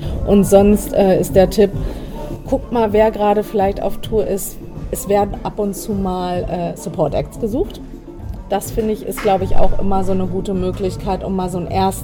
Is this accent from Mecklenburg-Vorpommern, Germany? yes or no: no; Lower Saxony, Germany; Ich komme aus einer kleinen Stadt in Niedersachsen und wir sind da natürlich schon irgendwie so unsere 30, 45 Minuten in nächsten Städte gefahren.